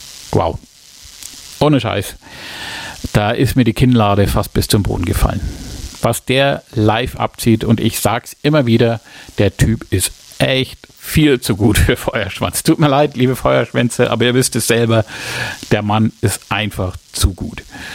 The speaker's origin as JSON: {"language": "German", "region": "Bavaria", "country": "Germany", "said": "von mir als Franke"}